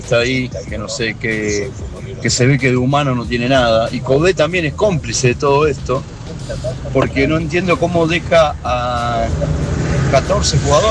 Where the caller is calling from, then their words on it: Buenos Aires, Argentina; del Caballito y hincha de River.